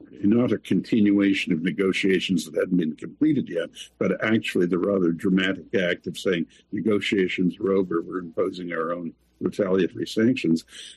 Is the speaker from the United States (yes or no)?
no; Canada; I'm English-speaking Canadian.